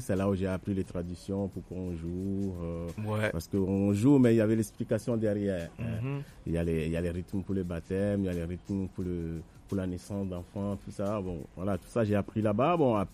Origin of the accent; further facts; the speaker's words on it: Zoula, Togo; moved away as an adult; also born or lived in Lomé, Togo; now in France; je suis né à Lomé, mais je suis grandi quand même dans mon village qui s'appelle Zoula.